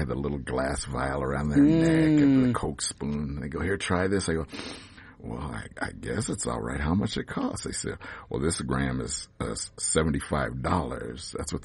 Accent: Denver, Colorado, United States; born there; I was born right here on the Points.

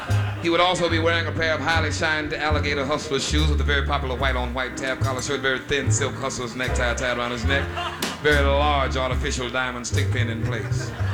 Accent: Chicago, Illinois, United States; moved away; my hometown, Chicago.

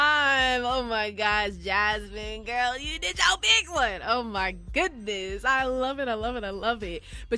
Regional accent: Denver, Colorado, United States; Green Valley Ranch. That is my hometown.

